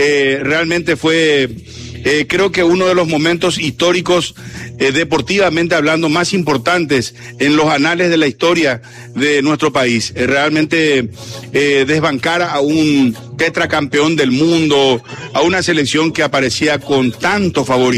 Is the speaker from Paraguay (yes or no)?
yes; Paraguay